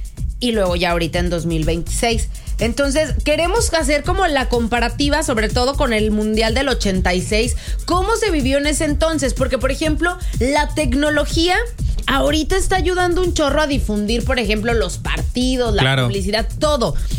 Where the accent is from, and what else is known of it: Mexico